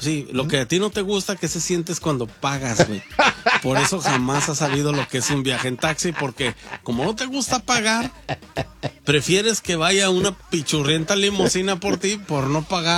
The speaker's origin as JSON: {"language": "Spanish", "country": "Mexico", "said": "y sí soy del Cerro Bajado a mucha honra"}